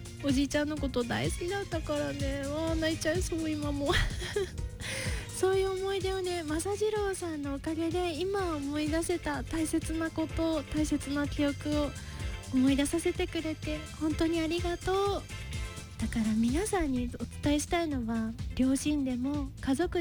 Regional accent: Tokushima, Japan; moved away as an adult; also born or lived in Kobe; 私は徳島県徳島市出身なんですけど

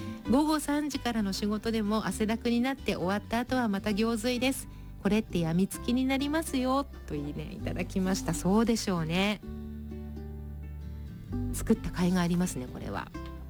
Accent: Shizuoka, Japan; 昨日それこそふるさとの近く袋井でも花火大会があったみたいで

